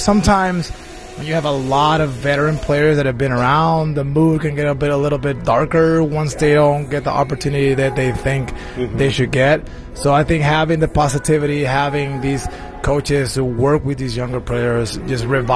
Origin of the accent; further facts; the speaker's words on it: Milwaukee, Wisconsin, United States; this is my hometown. Like, the Brewers, Milwaukee is my team.